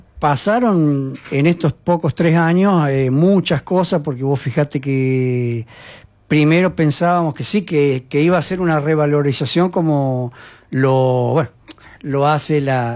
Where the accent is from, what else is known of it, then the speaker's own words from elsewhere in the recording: Argentina; como futbolero, como argentino